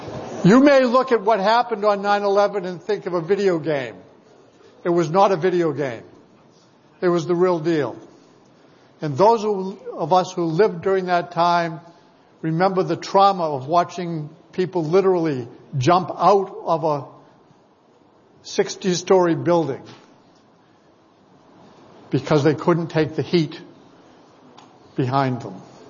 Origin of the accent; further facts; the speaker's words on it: Massachusetts, United States; now in Bryan College Station, Texas, United States; I come from Massachusetts, so I park the car at Harvard Yard. You might not understand me all the time. But I live in Bryan College Station, Texas right now.